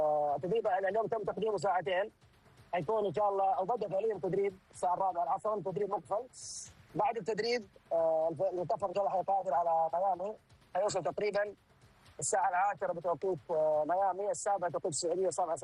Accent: Saudi Arabia

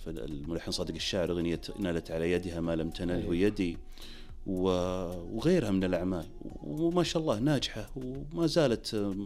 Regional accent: Saudi Arabia

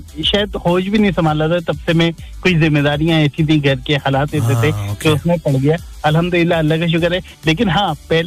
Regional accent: Rampur, Uttar Pradesh, India; मेरा ताल्लुक बस आजम खान का एक शहर है, रामपुर।

